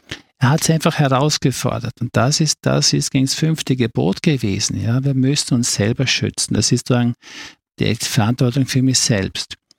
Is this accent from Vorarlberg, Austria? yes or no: yes; Vorarlberg, Austria